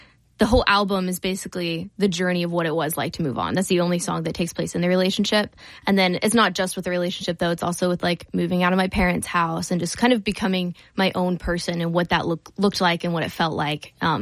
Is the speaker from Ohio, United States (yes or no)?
yes; Chillicothe, Ohio, United States; moved away as an adult; now in Columbus, United States; I grew up in Chillicothe originally. Okay. Yeah, I moved here in August of 24, so I'm somewhat new to Columbus, but yeah, I grew up in a little farm about 20 minutes outside of Chillicothe